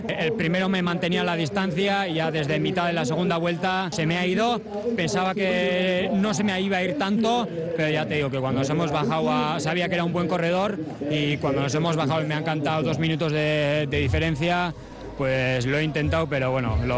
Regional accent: Oñati, Basque Country, Spain; now in Vitoria-Gasteiz, Spain; Yo soy de Oñati, pero bueno, vivo aquí en Vitoria

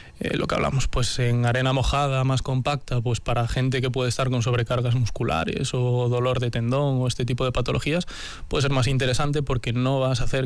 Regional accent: Galicia, Spain

